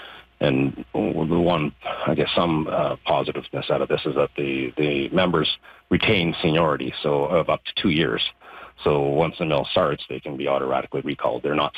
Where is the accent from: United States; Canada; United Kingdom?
Canada; British Columbia; I'm from British Columbia